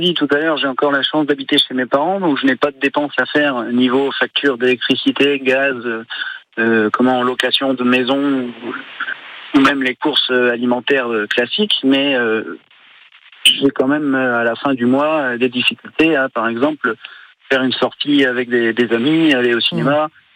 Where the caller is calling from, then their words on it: Landivisiau, Brittany, France; Donc là, actuellement, je suis à Carré, mais moi, je vis sur Landivisio.